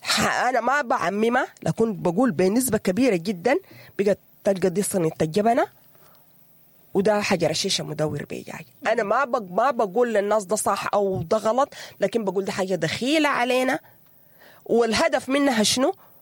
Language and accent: Arabic; Sudan